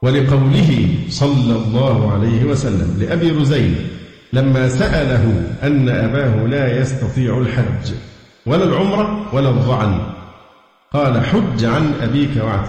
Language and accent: Arabic; Egypt; عندنا في مصر